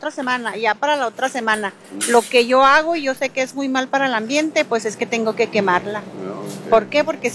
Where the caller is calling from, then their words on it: San Ignacio, Mexico; yo vivo en San Ignacio